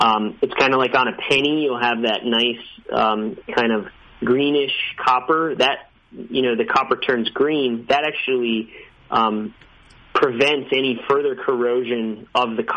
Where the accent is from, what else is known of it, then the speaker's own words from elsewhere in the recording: Minnesota, United States; I grew up in the Midwest in the state of Minnesota, and it's also called the state of 10,000 lakes.